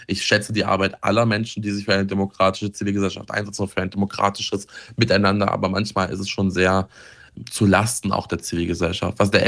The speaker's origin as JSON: {"language": "German", "region": "Saxony-Anhalt", "country": "Germany", "said": "Sachsen-Anhalt kann kulturell auch viel bieten. Meine Heimatstadt beispielsweise hat das längste Gradierwerk, also die längste salzhaltige Gradieranlage Deutschlands stehen."}